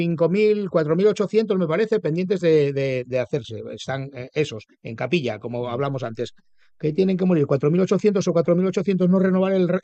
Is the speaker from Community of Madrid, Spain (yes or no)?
no; Oviedo, Asturias, Spain; Pero no tengo problema, hombre. Yo soy de Ventanielles, ¿oíste?